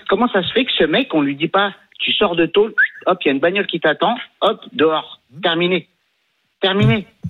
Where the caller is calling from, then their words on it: France; nous, en tant que Français